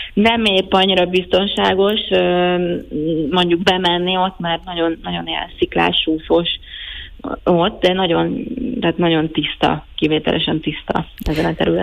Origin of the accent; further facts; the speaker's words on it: Budapest, Hungary; now in Naples, Italy; én ugye Budapesten nőttem fel